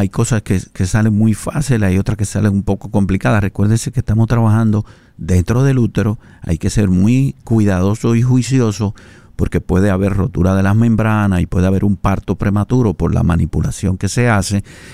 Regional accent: San Francisco de Macorís, Duarte, Dominican Republic; accent: Cibaeño; Somos dominicanos de pura cepa de San Francisco de Macorís.

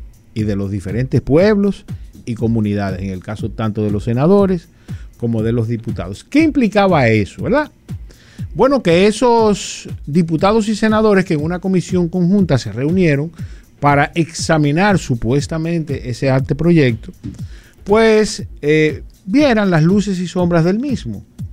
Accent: Dominican Republic

